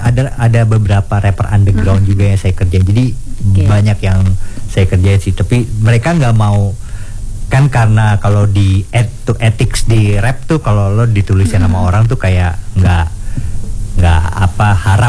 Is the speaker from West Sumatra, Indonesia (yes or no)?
no; Jakarta, Indonesia; Asli dari Jakarta, Indonesia.